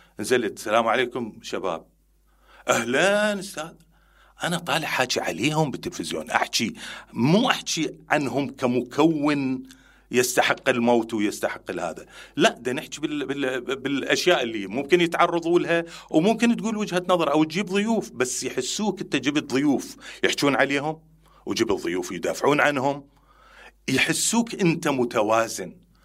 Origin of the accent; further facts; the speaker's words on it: Karbala, Karbala Governorate, Iraq; اني كربلائي